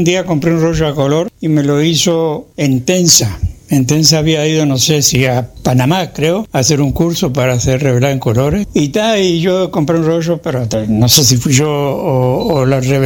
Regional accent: Melo, Cerro Largo, Uruguay; born there; also born or lived in Las Cañas, Cerro Largo, Uruguay / La Pedrera, Uruguay

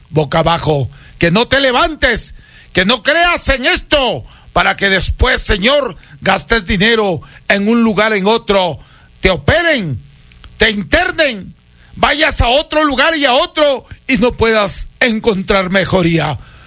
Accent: Huancabamba, Piura, Peru; now in Salcedo, Ecuador; Y yo le curo desde mi tierra, Huancabamba, Perú, tierra de grandes curanderos, donde yo aprendí este trabajo. Yo no estoy de paso. Yo tengo una casa de familia. Yo ya resido en Salcedo.

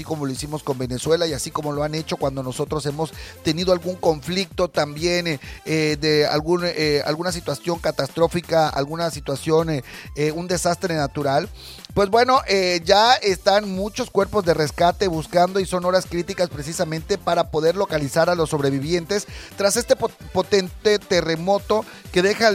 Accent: Mexico

